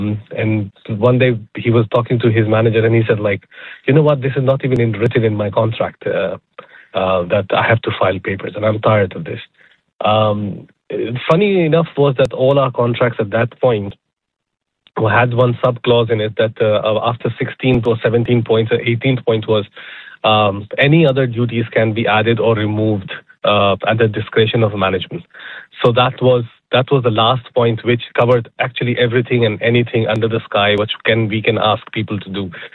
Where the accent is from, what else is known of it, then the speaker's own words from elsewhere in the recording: India; like I am from India, and if somebody asks me, okay, what's your airport? So I should choose the nearest airport to my city.